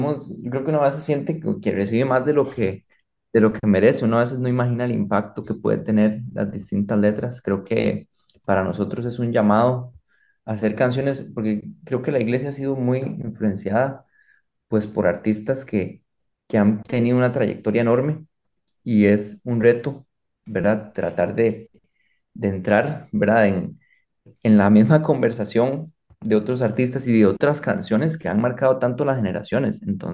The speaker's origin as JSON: {"language": "Spanish", "country": "Costa Rica", "said": "Entonces es hasta simbólico para nosotros como costarricenses"}